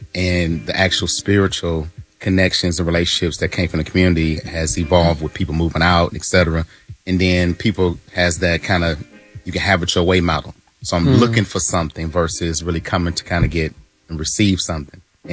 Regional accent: Flint, Michigan, United States; now in Florida, United States; I'm from Flint.

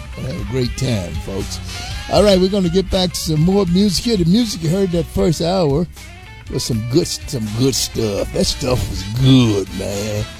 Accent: United States; I'm an American.

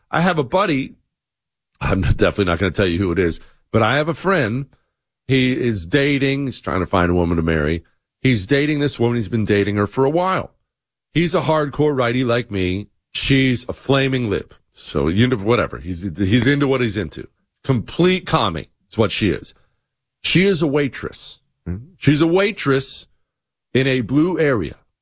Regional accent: Bozeman, Montana, United States; Now, I grew up in Bozeman, Montana. It was relatively crime free.

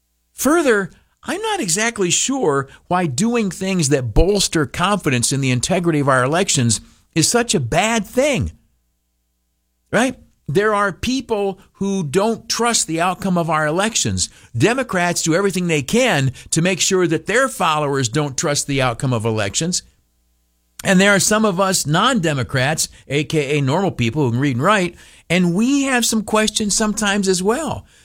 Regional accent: United States; I think as an American, both I as a redneck conservative

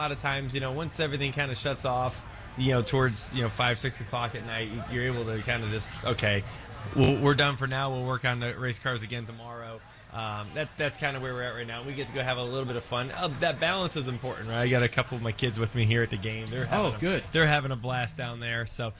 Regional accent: Connecticut, United States; moved away; where I grew up in Connecticut, it was very split between the Yankees and the Red Sox.

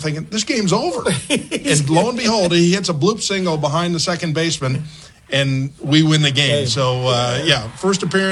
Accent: New Jersey, United States; growing up in New Jersey, right south of New York City, he always picked Tom Seaver.

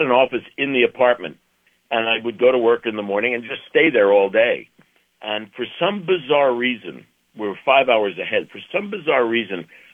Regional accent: United States; accent: American; moved away; also born or lived in London, England; Being an American with an American voice

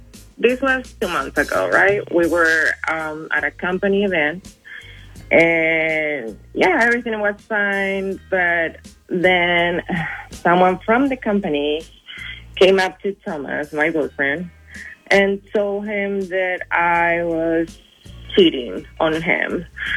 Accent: Argentina; English is a second language; Oh, thank you. Yeah, I'm from Argentina.

